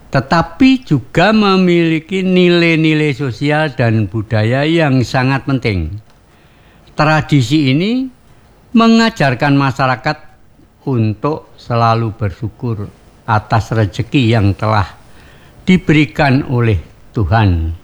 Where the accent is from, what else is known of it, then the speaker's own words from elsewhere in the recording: Java, Indonesia; born there; moved away; also born or lived in Yogyakarta / Surakarta; pada waktu kecil kami masih di Jogja atau masih di Solo